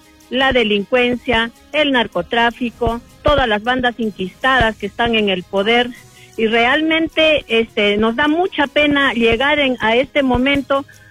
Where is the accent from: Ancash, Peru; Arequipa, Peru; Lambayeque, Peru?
Arequipa, Peru; Cayma; vengo del distrito de Caima.